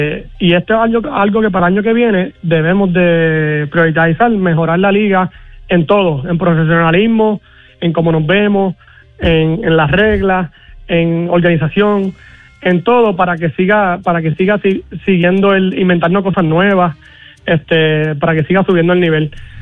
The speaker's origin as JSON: {"language": "Spanish", "town": "Mayagüez", "country": "Puerto Rico", "said": "yo soy de Mayagüez"}